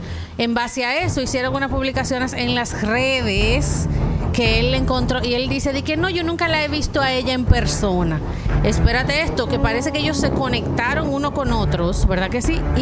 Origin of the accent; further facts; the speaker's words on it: Dominican Republic; Obviamente lo sabemos, como buen dominicano, no somos todos así, pero pues hay que reconocer.